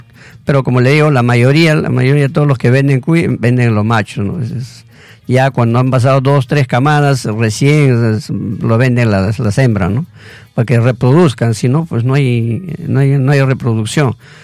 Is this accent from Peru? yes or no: yes; Mangas, Ancash, Peru; born there; moved away; los cuyes de mi pueblo, de Mangas